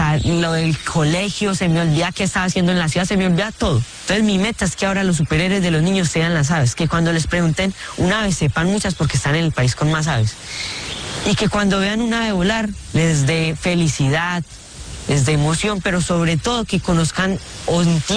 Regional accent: Salento, Quindío, Colombia; desde que yo nací o desde que me criaron acá en Salento, yo siempre estaba muy conectado con la naturaleza.

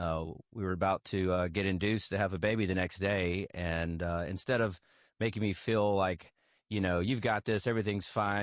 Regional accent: Denver, Colorado, United States; born there; I was actually born in Denver, Colorado.

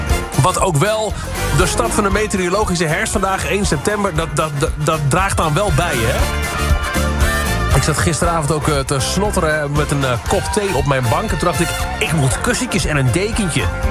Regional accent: Overijssel, Netherlands; dat spreekt ook mijn Twentse achtergrond wel aan. Dus ik zou nu wel een gesprek met je kunnen voeren, maar dan verzand ik in het Twents.

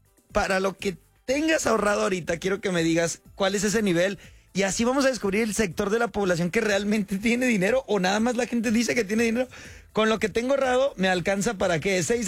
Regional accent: Tijuana, Baja California, Mexico; Los que somos de TJ, de toda la vida

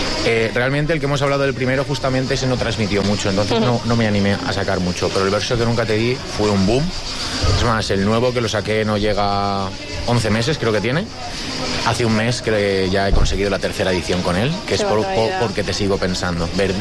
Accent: Sagunto, Valencian Community, Spain; Del puerto de Sagunto, sí. Somos del Horta Nord y Sagunto.

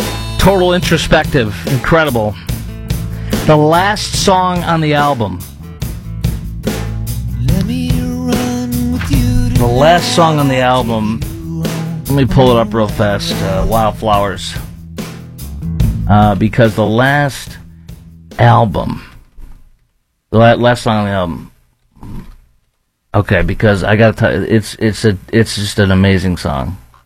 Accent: Chicago, Illinois, United States; accent: Chicago; Of course, you could make fun of my Chicago accent, but that's okay.

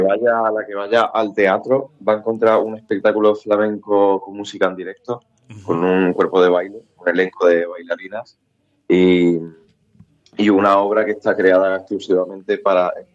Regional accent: Mendoza, Argentina; Yo empecé muy de chico aquí, empecé con tres o cuatro años con Ana María Guado de Renma. Una profesora de flamenco de las primeras que ha habido aquí en Mendoz

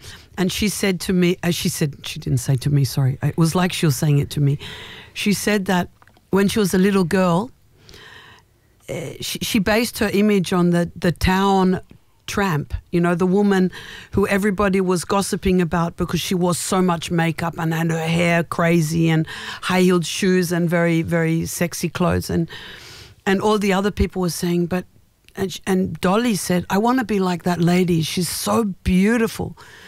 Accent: Australia; us Australians are very receptive to different influences

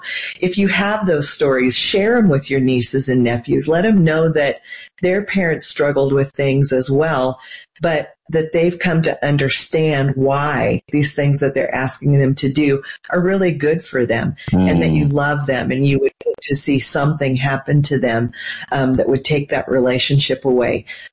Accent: Nebraska, United States; Well, I grew up in Nebraska, and we have no professional sports teams there, and so you get to pick what you like, and I love the Evil Empire.

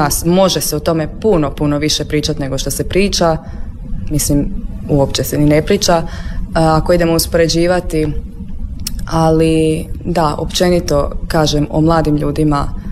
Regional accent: Croatia; mislim da je kod nas u Hrvatskoj, odnosno čak i na Balkanu, da se mladi ne shvaćaju ozbiljno.

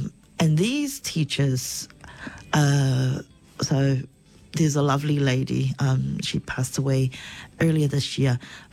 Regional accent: Niue; So I went to, I grew up in Niue, therefore I went to the only primary school, which is Niue Primary School. And then I went on to Niue High School, which is also the only high school on island.

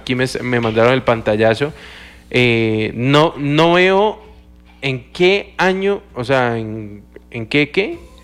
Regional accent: Colombia

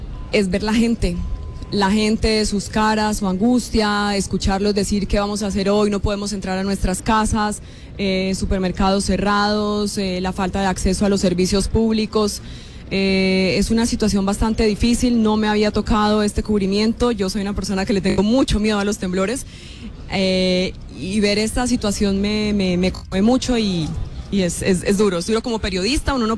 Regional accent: Bucaramanga, Santander, Colombia; moved away; Yo soy de Bucaramanga y por tanto muchos pensarán que estoy acostumbrada a los temblores por la Mesa de los Santos. Ajá. Tiembla mucho allá en mi ciudad

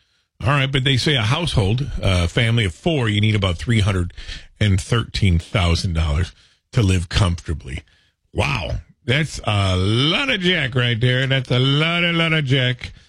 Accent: Illinois, United States; My home state of Illinois coming in at 19 on the list.

